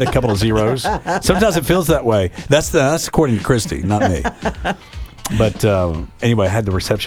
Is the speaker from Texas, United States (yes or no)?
no; Chattanooga, Tennessee, United States; Born and raised in Chattanooga.